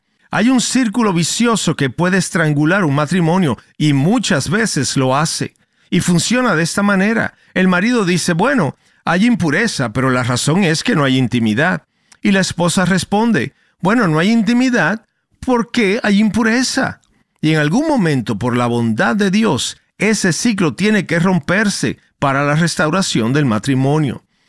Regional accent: Edinburgh, Scotland, United Kingdom; now in ?; crecí en Edimburgo, en la costa este de Escocia.

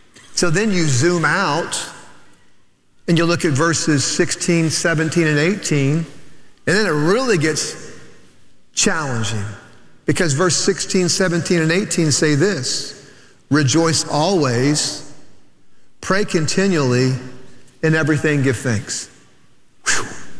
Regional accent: Oklahoma, United States; now in Houston, United States; I grew up in rural Oklahoma.

